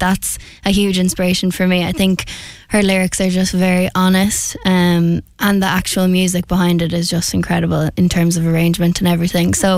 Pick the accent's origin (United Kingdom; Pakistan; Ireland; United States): Ireland; County Meath; also born or lived in Dublin; now in Cork, Ireland; I was born in Dublin, but from Meath, and I'm living in Cork, so I'm a bit all over the place.